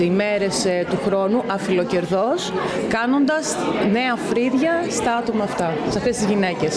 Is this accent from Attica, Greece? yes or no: no; Komotini, East Macedonia and Thrace, Greece; Είμαι από την Κομωτινή